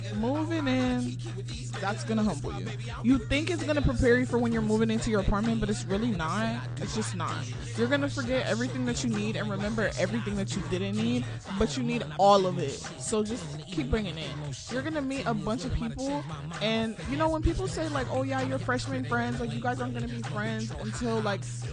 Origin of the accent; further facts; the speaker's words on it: South Africa; now in United States; guys. I'm a sophomore. I moved here from South Africa. I've been in the U.S. for 3 years